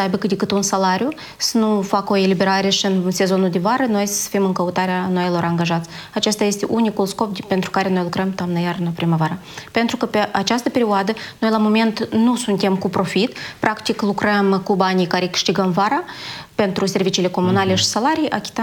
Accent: Molovata Nouă, Dubăsari District, Moldova; Eu sunt de Baștină din Mulovata Nouă.

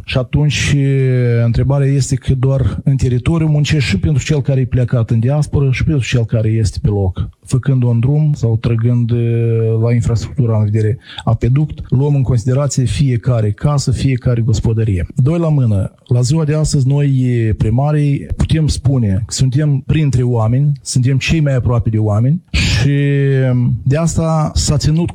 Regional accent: Căpriana, Strășeni District, Moldova; Eu vin de la Căpriana și spun întotdeauna că acolo este centru cultural și spiritual a țării noastre. Este o localitate și astăzi spun că este cu o populație de peste 2600 de locuitori.

